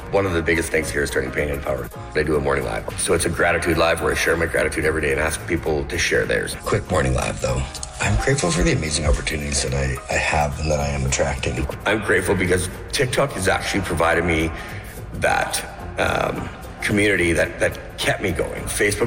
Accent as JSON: {"language": "English", "country": "Canada"}